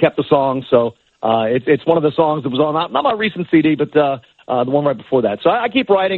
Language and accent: English; Philadelphia, Pennsylvania, United States; I grew up in Philadelphia. So when I was a kid, the Phillies, the Flyers, the Eagles, and the Sixers weren't very good.